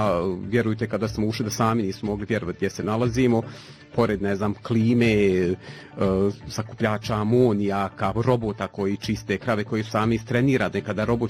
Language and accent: Bosnian; Bosanska Krupa, Federation of Bosnia and Herzegovina, Bosnia & Herzegovina